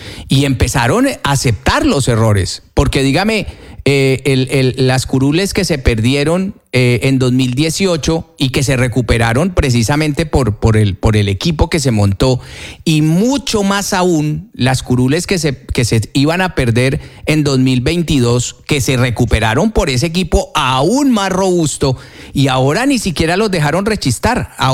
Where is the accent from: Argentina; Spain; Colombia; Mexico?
Colombia; yo lo que sí sé como colombiano